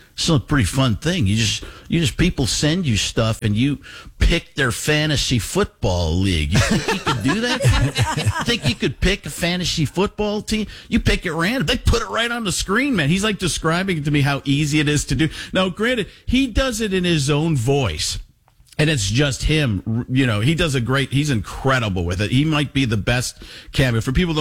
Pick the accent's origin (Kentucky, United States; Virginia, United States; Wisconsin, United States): Wisconsin, United States; Waukesha; born or raised there